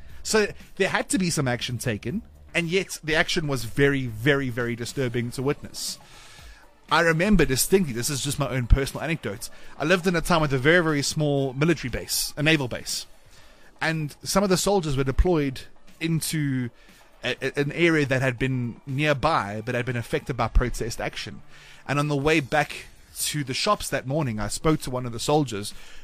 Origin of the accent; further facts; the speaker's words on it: South Africa; as a South African